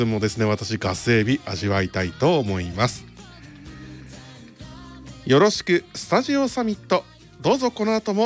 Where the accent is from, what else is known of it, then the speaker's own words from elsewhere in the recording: Hokkaido, Japan; now in Ishikawa, Japan; 私、北海道出身で石川県に来てですね